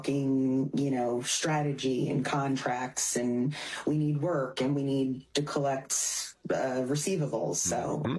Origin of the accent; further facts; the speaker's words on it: Hamilton, New Jersey, United States; So I grew up in Hamilton, New Jersey, but I am an only child.